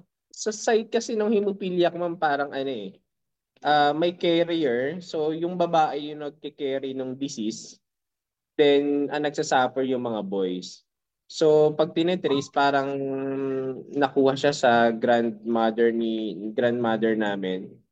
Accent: Mimaropa, Philippines; Pero ako sinacrifice ko yon at umuwi talaga ako ng Mindoro. Dito talaga ako nag-focus.

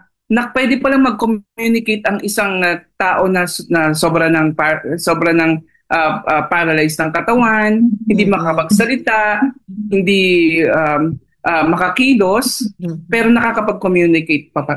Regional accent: Cainta, Rizal, Philippines; Diyan po sa lighthouse sa Cainta. E, taga Cainta po ako, so madali lang pumunta.

